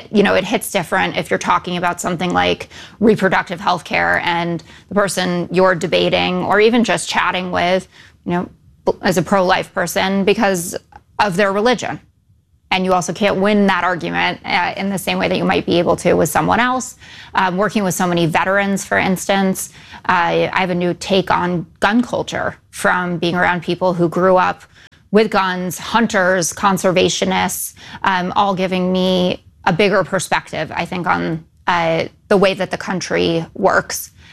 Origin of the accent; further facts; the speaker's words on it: New York City, New York, United States; I grew up in New York City, very liberal family, school with all liberals.